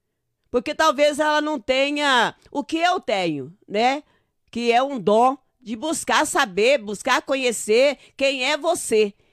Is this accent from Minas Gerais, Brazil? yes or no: yes; Uberaba, Minas Gerais, Brazil; moved away; Lá na minha cidade, lá na minha terra chamada Uberaba